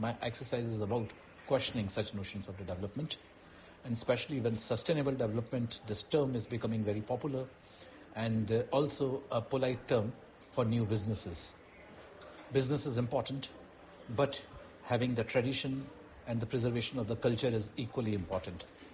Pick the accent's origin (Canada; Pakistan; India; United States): India; I'm an artist from India. I live in Delhi